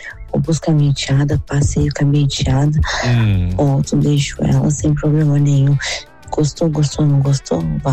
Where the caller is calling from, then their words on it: Curitiba, Paraná, Brazil; de Curitiba.